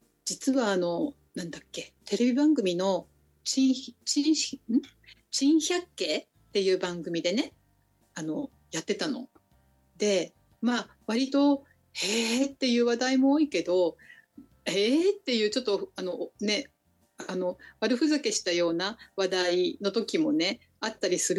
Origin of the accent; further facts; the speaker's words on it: Hokkaido, Japan; moved away as an adult; now in Nagano Prefecture, Japan; 私が日本に生まれてきて、で北海道に生まれ育ち、そして、晩年は、長野県に住んでっていうことを考えるとね、